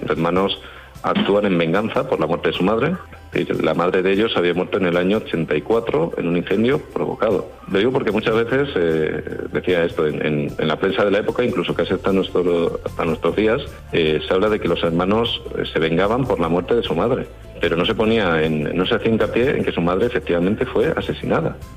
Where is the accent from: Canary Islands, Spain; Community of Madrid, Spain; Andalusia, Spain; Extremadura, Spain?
Extremadura, Spain; Soy extremeño, como tías, de la Sierra de Gata